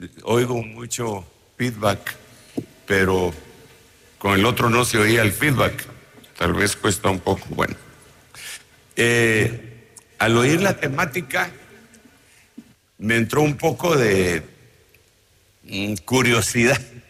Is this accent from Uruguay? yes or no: no; Guatemala; now in Chile; yo vengo pues de Guatemala